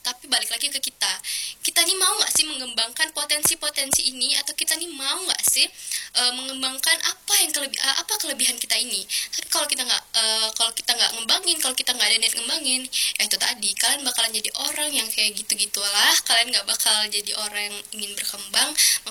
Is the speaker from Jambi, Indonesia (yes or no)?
yes; Jambi, Indonesia; sebagai anak Jambi